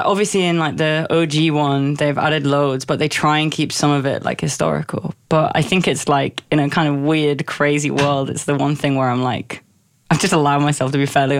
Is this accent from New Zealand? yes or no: no; Sunderland, North East England, United Kingdom; growing up in Sunderland, like near me was the Metro Centre, which is the biggest mall in Europe.